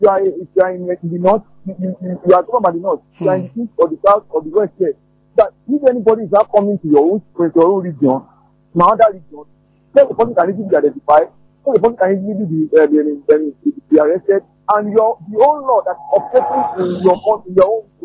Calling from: Abeokuta, Ogun, Nigeria; calling from Abeokuta.

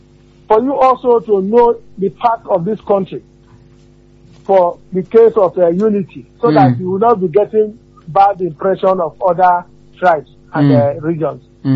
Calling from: Ologwe, Nigeria; I'm calling from Ologwe.

